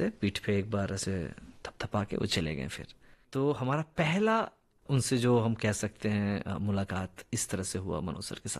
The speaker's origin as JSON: {"language": "Hindi", "region": "Bihar", "country": "India", "said": "मैंने कहा सर मैं तो बिहार से हूँ।"}